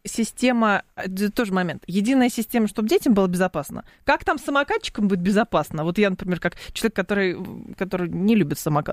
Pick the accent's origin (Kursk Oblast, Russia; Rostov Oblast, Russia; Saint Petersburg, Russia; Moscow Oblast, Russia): Moscow Oblast, Russia; Lyubertsy; Я из Люберец, я вообще